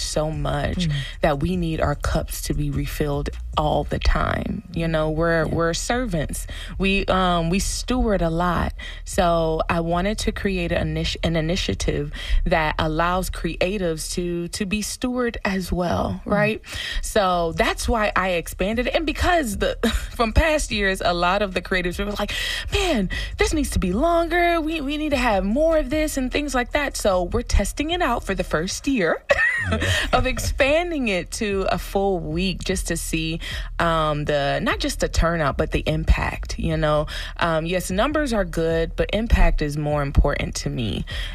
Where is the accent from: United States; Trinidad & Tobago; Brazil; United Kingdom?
Trinidad & Tobago; Early background, if you don't hear me accent, my accent is giving it off.